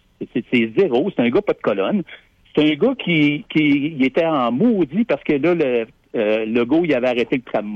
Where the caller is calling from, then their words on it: Lévis, Quebec, Canada; Moi, je suis à Lévis